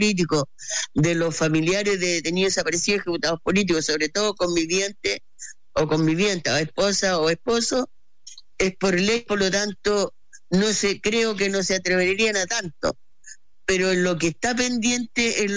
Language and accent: Spanish; Chile